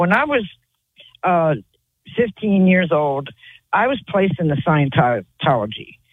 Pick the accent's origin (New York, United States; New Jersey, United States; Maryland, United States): Maryland, United States; Baltimore; born there; now in St. Mary's County, United States; I was born in Baltimore, and I've been to Fort Belvoir before.